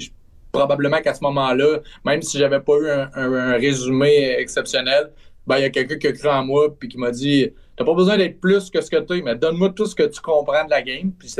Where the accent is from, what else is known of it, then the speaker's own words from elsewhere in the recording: Trois-Rivières, Quebec, Canada; moi, tu sais, je viens de Trois-Rivières, ma